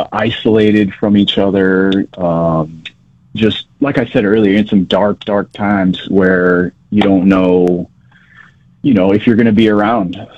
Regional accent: Tucson, Arizona, United States; Favorite individual is swimming, just because I grew up swimming in Tucson. I swam until I was probably 12, 13. And when I got to high school, Marana didn't have a swim team back then.

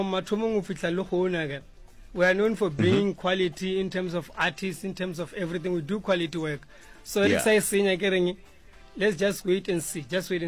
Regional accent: Limpopo, South Africa; as we are from Limpopo

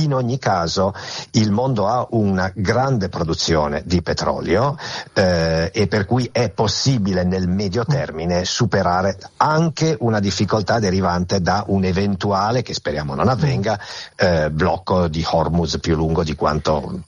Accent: Piedmont, Italy; Anch'io sono piemontese, particolarmente contento.

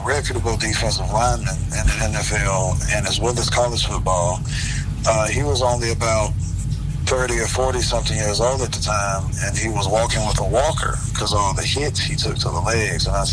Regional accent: Ruston, Louisiana, United States; also born or lived in Spearsville; Yes, sir. I was born and reared in Ruston, but I spent a lot of my childhood in a very small town about 40 minutes north called Spearsville, which is where my grandparents lived.

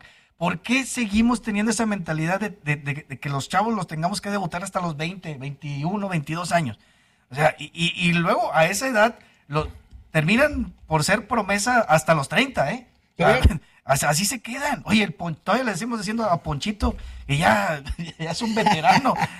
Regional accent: Mexico; nosotros como mexicanos

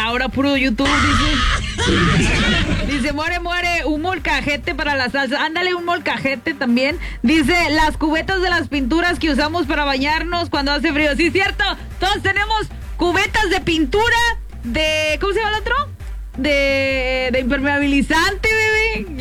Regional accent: Mexico; La mayoría de los mexicanos tenemos un tendedero

